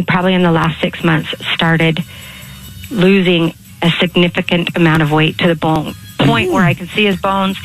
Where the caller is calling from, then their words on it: Ogden, Utah, United States; I'm calling from Ogden.